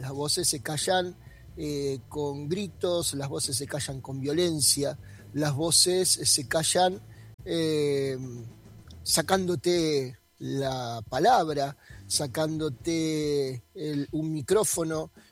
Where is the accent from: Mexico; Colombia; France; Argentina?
Argentina